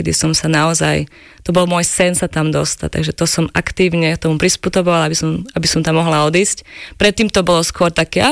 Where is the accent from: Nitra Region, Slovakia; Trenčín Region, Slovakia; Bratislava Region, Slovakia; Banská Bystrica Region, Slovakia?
Banská Bystrica Region, Slovakia; moved away as an adult; also born or lived in Scotland / Norway / Belgium; keďže pochádzam zo Slovenska, tak mi určite ostáva láska k horám. Aj naša rodina vlastne žije tak na Donovaloch, pri Bystrici